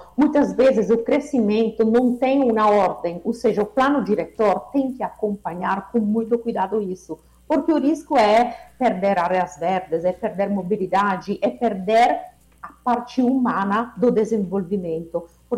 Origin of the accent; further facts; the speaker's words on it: Italy; moved away as an adult; now in Fortaleza, Brazil; Eu sou italiana, mas me considero totalmente cearense. Eu moro aqui há mais de 13 anos